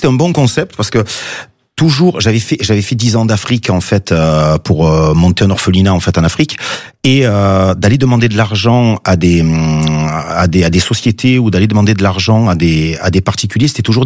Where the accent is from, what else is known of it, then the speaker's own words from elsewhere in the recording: Marseille, Provence-Alpes-Côte d'Azur, France; Ben, je suis de Marseille, donc ouais. Marseille, le plus dur à sortir, c'est le ballon, c'est pas l'enfant.